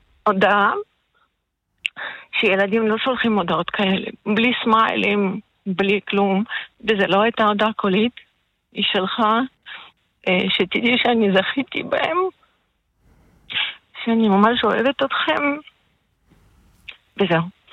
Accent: Ukraine; now in Israel; אני מאוקראינה

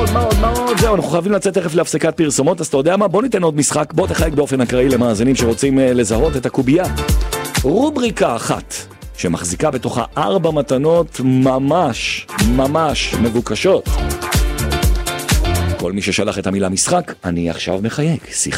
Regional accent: Jerusalem, Jerusalem District, Israel; אני גדלתי שם, ליד העין חץ.

